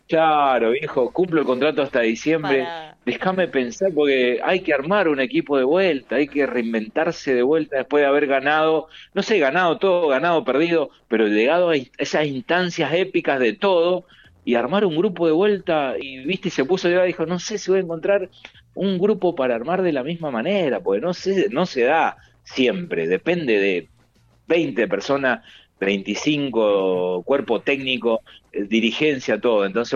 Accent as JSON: {"language": "Spanish", "country": "Argentina", "said": "lo que nos identifica como argentinos."}